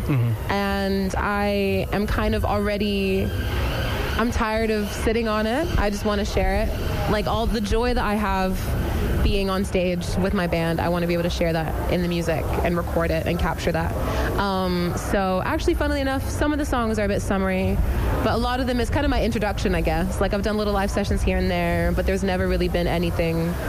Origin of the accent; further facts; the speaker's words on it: France; also born or lived in Germany / Aberdeen, Scotland / Glasgow, Scotland; Grew up in between France and Germany, actually, and then went to Scotland for uni. And then was in Aberdeen first. Big up the Dons.